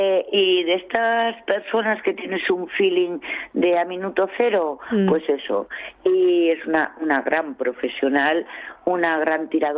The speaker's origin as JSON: {"language": "Spanish", "town": "Oviedo", "region": "Asturias", "country": "Spain", "tie": "born or raised there", "also_born_or_lived": "Quirós", "said": "Yo soy hasta sexta generación de Quirós, pero por circunstancias, llámese años 70, nací en Oviedo, ya sabes, inmigración, cambio de ciudad, etcétera, etcétera, ¿no? Me crié en Oviedo"}